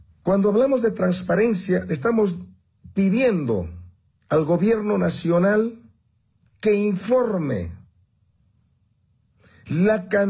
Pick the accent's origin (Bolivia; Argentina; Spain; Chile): Bolivia; Eso necesitamos saber como pueblo boliviano, ¿verdad? Necesitamos saber.